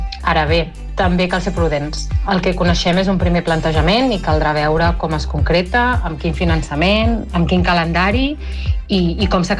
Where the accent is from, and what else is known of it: Catalonia, Spain